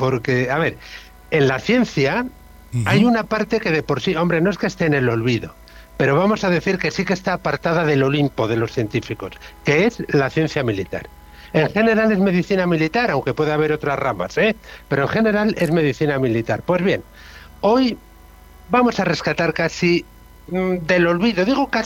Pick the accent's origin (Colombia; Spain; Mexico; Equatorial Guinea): Spain; si lo desconocemos es, entre otras cosas, porque somos españoles y los españoles tratamos así a nuestros próceres